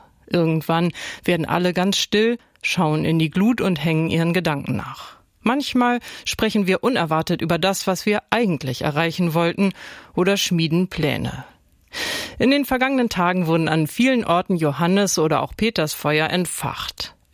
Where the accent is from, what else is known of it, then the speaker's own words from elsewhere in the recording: Northern Germany, Germany; Mir als Norddeutsche ist das zwar fremd